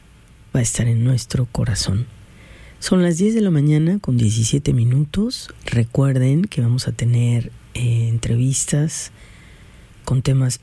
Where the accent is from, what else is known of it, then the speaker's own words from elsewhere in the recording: Mexico; now in United States; para todos los que somos de México